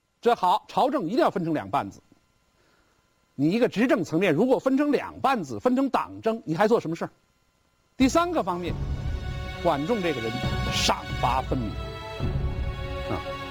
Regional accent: China

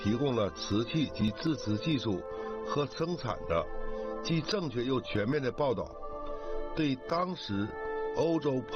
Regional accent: China; 我们日常生活中无处不在的纸，是我们中国人的祖先发明的

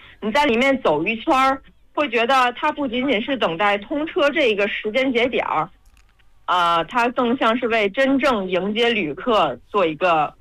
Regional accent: Renqiu, Hebei, China; 作为一个土生土长的任丘人

